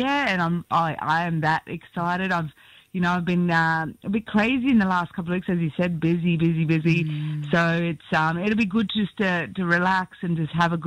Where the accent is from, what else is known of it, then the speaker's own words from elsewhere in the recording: Darwin, Northern Territory, Australia; born there; now in Brisbane, Australia; I was born on the lands of the Larrakia Nation, now reside here in beautiful Magandjin, and don't think I'll be going home anytime soon.